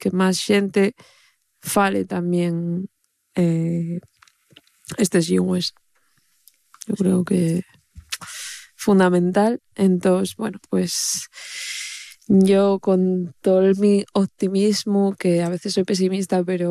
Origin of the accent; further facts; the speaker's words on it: Oviedo, Asturias, Spain; soy de Ubiéu, en realidad, quiero decir